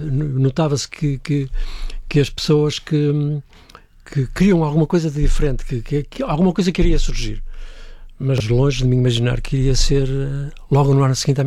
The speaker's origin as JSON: {"language": "Portuguese", "town": "Arcos de Valdevez", "region": "Norte", "country": "Portugal", "tie": "born or raised there", "said": "O 1º de Maio vivi na minha terra, nos Arcos de Valdevez, em Arcos de Valdevez"}